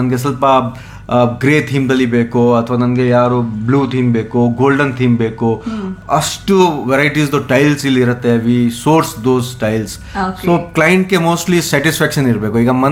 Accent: Rajasthan, India; now in Shivamogga, India; ನಾನು ಬೇಸಿಕಲಿ ನಾನು ರಾಜಸ್ಥಾನಿಂದ, but last 24 years ಶಿವಮೊಗ್ಗದಲ್ಲಿ ಇದ್ದೀನಿ.

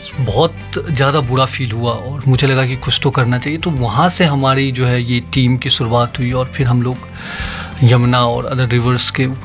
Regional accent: Bihar, India; now in Delhi, India; मैं बिहार से बिलोंग करता हूँ, मैं जब दिल्ली आया

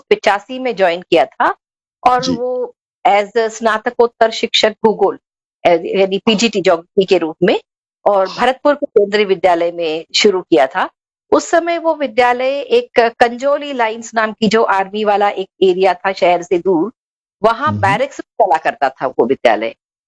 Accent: Gangapur City, Rajasthan, India; born there; also born or lived in Kota; मूलतः हम महाराष्ट्र से होते हुए भी मेरे पिता क्योंकि रेलवे में एम्प्लॉय थे, और गंगापुर सिटी एक छोटा सा कस्बा है सवाई माधोपुर के डिस्ट्रिक्ट में, वही मेरा बचपन बीता। और पहली से छठी तक की मेरी शिक्षा वही हुई, और सातवीं के बाद की सारा शिक्षा जो है मेरी वो कोटा में हुई, जो कि अब शैक्षिक नगरी के नाम से जाना जाता है।

